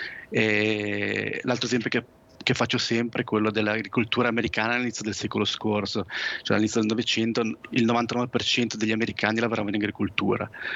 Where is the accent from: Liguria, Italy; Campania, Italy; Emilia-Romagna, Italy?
Liguria, Italy; Savignone; moved away; io vengo da Savignone, quindi dall'entroterra